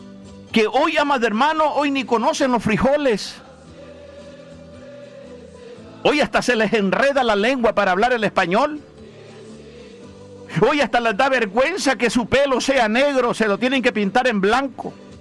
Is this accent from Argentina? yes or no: no; El Salvador; yo soy del Salvador, me crecí en una pobreza, en un cerro, donde no había luz eléctrica, donde no había agua potable.